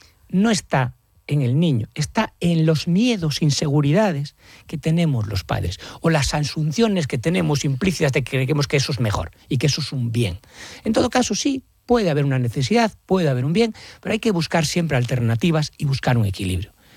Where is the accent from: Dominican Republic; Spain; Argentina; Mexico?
Spain; Galicia